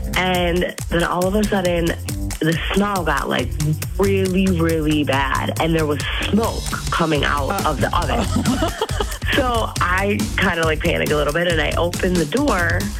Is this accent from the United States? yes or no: yes; Madison, Wisconsin, United States; I'm from Madison and I need to learn how to use an oven apparently.